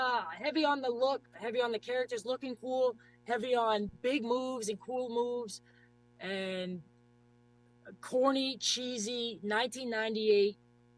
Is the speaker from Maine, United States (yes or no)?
yes; Maine, United States; I'm from Maine originally.